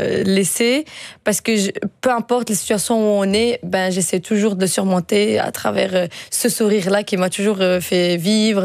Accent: Belgium; lorsqu'on est belge aussi, ça permet aussi d'avoir cette ouverture-là envers le monde extérieur, et en plus de ça, de parcours que j'ai eu en Amérique, quoi.

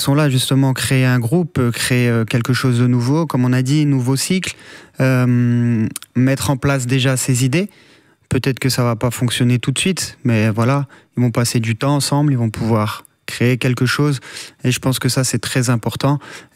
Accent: France; je suis français

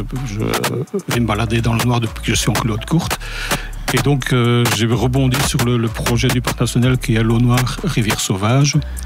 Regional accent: Gonrieux, Wallonia, Belgium; mon village natal, Gonrieux

